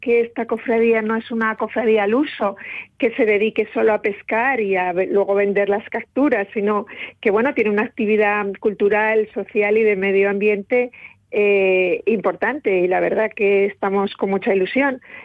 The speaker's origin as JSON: {"language": "Spanish", "town": "Oviedo", "region": "Asturias", "country": "Spain", "tie": "born there", "said": "Pues sí, bueno, realmente nací en Oviedo, me nacieron en Oviedo."}